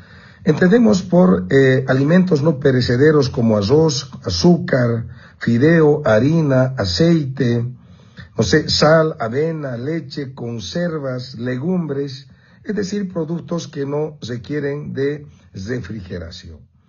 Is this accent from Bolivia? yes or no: yes; Bolivia; Eso necesitamos saber como pueblo boliviano, ¿verdad? Necesitamos saber.